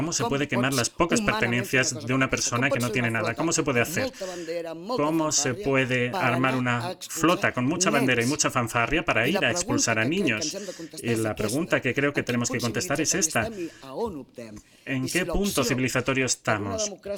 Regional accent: Catalonia, Spain; En mi país nos están dejando menores en la Plaza de Cataluña.

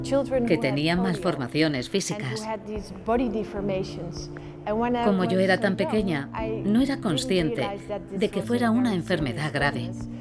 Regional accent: Kenya; Creo que en muchas de estas cosas ha influido mi infancia, que pasé en Kenia con mis padres.

